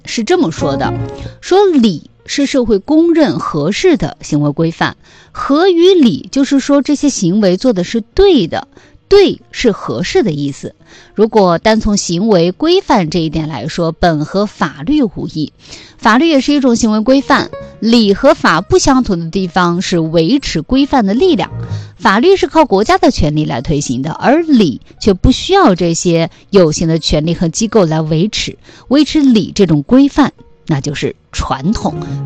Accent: China

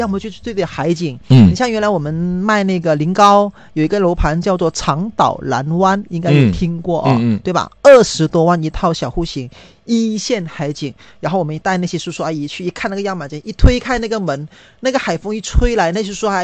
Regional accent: Hainan, China; 尤其是我们海南这种北纬18度的这种地方

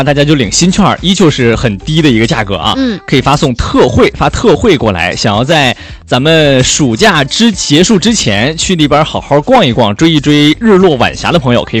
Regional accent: northern China, China; now in Hainan, China; 像我们老家那边基本上也都是只有30度出头。

